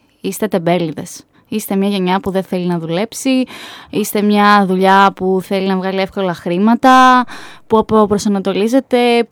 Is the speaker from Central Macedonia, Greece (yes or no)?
yes; Alexandreia, Central Macedonia, Greece; moved away as an adult; εγώ που είμαι από χωριό, που είμαι από την Αλεξάνδρεια Μαθίας, γυρνάω στο χωριό μου, στο σπίτι μου